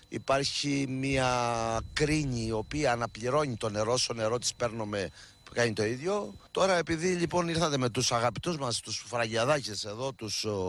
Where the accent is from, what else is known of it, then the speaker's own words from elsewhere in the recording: Gergeri, Crete, Greece; now in Heraklion, Greece; Όποτε βρίσκομαι στο χωριό μου, έχει εγώ μένω στο Ηράκλειο, έτσι όπως μένετε όλοι.